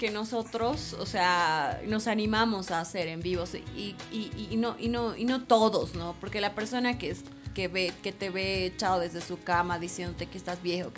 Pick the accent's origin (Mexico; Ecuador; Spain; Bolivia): Bolivia; Cochabamba; yo no soy de La Paz, soy de Cochabamba. Han pensado que me afectó la altura porque me vine de Cochabamba a La Paz.